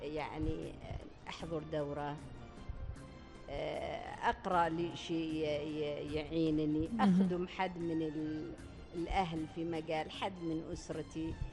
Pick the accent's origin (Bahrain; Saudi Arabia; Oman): Oman; also born or lived in Sohar / Muscat; عندنا في عمان